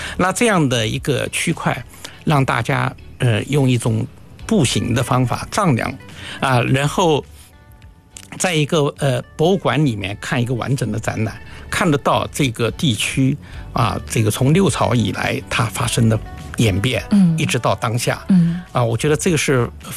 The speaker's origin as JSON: {"language": "Chinese", "town": "Yangzhou", "region": "Jiangsu", "country": "China", "moved": "yes", "lives_now": "Nanjing, China", "said": "我是扬州人。"}